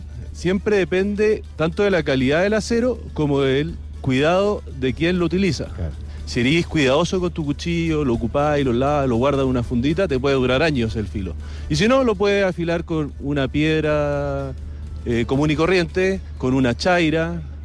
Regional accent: Temuco, Araucanía, Chile; yo me crié en el campo, en Temuco

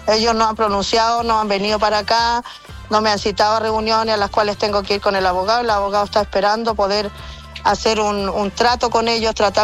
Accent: Chile; es algo que no me lo explico yo como chilena

